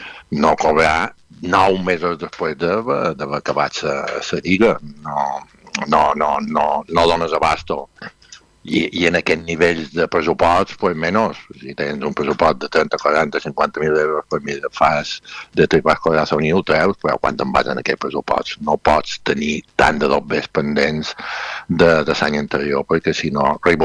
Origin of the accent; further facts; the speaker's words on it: Balearic Islands, Spain; Jo som mallorquí, el meu sponsor és mallorquí